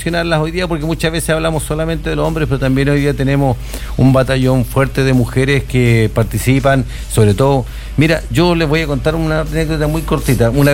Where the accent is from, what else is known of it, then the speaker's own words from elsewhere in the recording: Chile; somos de Chile.